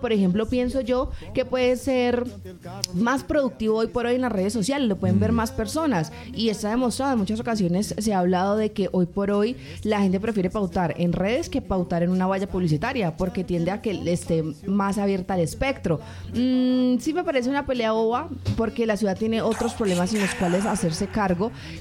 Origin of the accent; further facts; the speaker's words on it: Cali, Valle del Cauca, Colombia; los que siguen sufriendo somos nosotros los caleños, con los huecos, con la inseguridad.